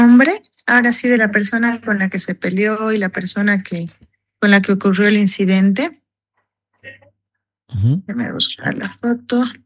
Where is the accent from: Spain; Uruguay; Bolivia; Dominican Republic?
Bolivia; prácticamente todo mi personal, incluida yo, somos bolivianos.